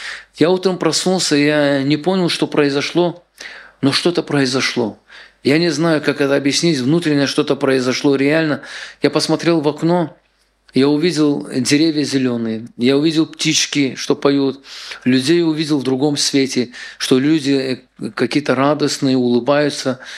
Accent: Baku, Azerbaijan; now in Israel; я в Баку как бы был евреем. И у меня отец еврей, приехал в Израиль.

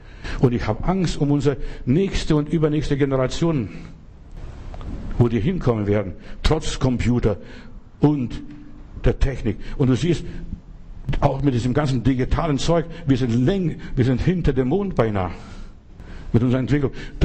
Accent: Germany

